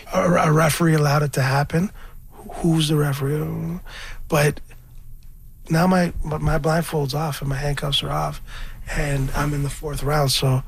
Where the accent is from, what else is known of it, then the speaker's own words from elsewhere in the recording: Scarborough, Ontario, Canada; I'm from Scarborough. I'm a rapper.